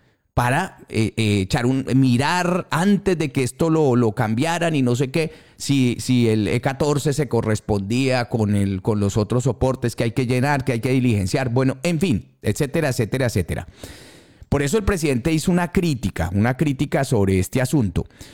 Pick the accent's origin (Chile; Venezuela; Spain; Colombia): Colombia; moved away; como colombiano en el exterior